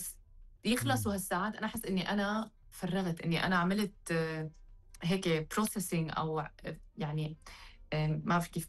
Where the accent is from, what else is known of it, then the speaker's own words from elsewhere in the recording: Northeast Syria, Syria; أنا من سوريا، بس نحن يعني هو من شمال العراق وأنا من شمال شرق سوريا،